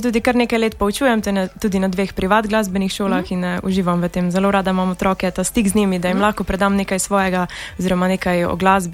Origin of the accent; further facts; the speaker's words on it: Prekmurje, Slovenia; jaz sem Prekmurka